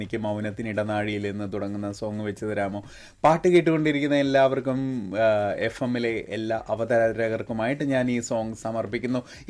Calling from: Gothuruth, Kerala, India; ഗോത്തുരത്ത് നിന്നാണ്.

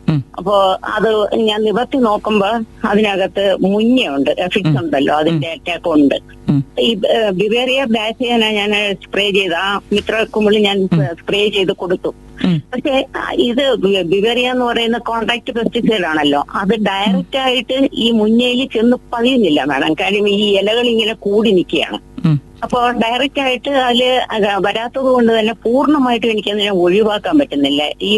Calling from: Ulloor, Kerala, India; ഉള്ളൂരിൽ നിന്നാണ് സംസാരിക്കുന്നത്.

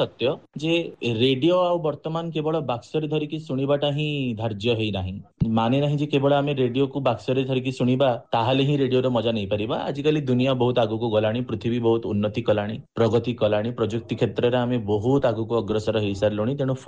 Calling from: Puri, Odisha, India; ଶ୍ରୀକ୍ଷେତ୍ର ପୁରୀରୁ କହୁଛି।

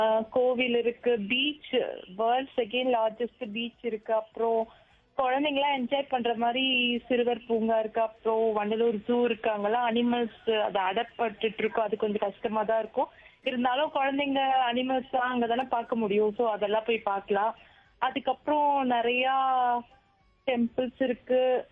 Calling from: Sivaganga, Tamil Nadu, India; நாங்க சிவகங்கை.

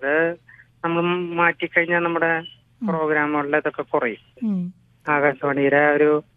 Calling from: Thrissur, Kerala, India

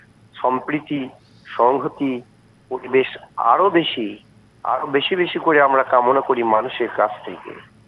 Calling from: West Bengal, India; আমি পশ্চিমবঙ্গ বীরভূম থেকে

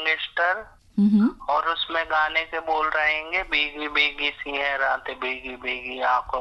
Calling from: Vidisha, Madhya Pradesh, India; MP Vidisha से बात कर रहा हूँ।

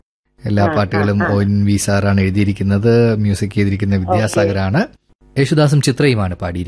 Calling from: Thiruvananthapuram, Kerala, India; ഏയ്, ഞാൻ തിരുവനന്തപുരത്തു നിന്നാ.

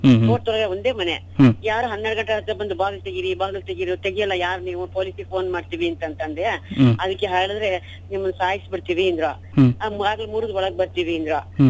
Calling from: Sakleshpur, Karnataka, India; ನಾನು ಸಕಲೇಶ್ಪುರಿಂದ

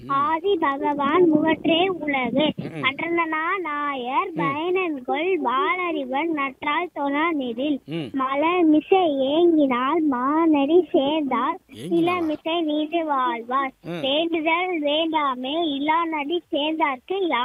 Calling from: Keerankudi, Tamil Nadu, India; கீரங்குடியில இருந்து

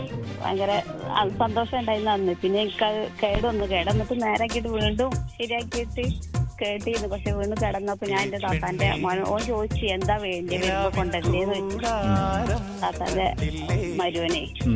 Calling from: Ponnani, Kerala, India; Ponnani.

